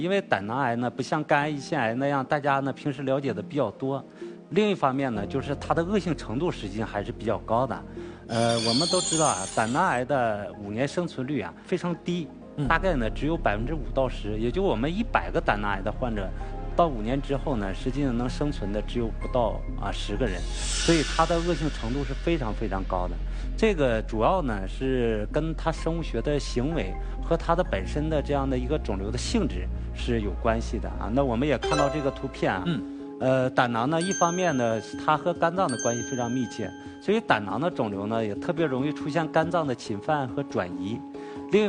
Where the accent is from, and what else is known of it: China